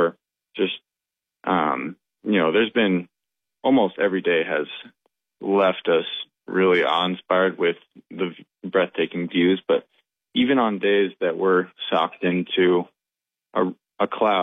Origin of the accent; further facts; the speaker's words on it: Montana, United States; now in Southwest Montana, United States; we've spent the last several years living in Southwest Montana, but we grew up in Northwest Montana.